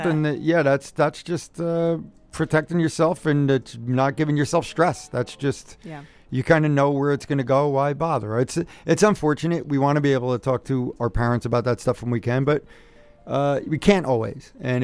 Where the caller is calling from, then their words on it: Newark, New Jersey, United States; Yeah, I'm calling from Green Street in Newark.